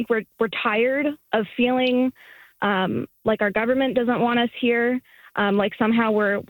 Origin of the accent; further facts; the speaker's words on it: Quebec, Canada; it's still hard for me to reconcile my identity of being Canadian with my identity of being from Quebec.